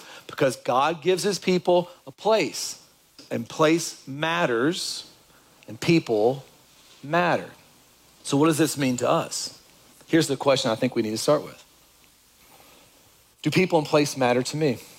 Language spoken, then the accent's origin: English; Kentucky, United States; moved away; I left Kentucky. I'll give of my hometown with my family.